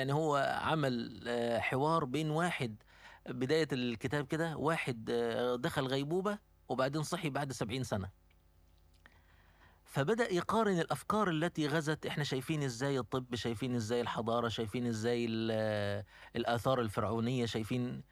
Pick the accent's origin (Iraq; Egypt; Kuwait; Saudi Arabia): Egypt; إحنا المصريين